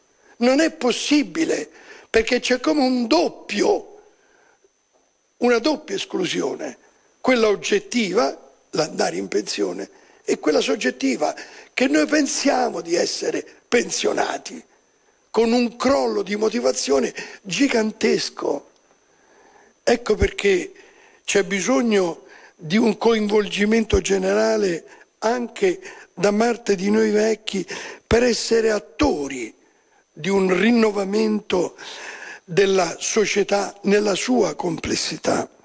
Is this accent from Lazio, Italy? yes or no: no; Sicily, Italy; Anch'io sono siciliano, ormai mi devo chiedere.